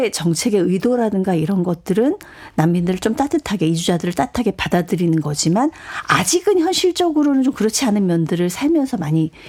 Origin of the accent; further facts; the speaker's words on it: South Korea; 우리나라도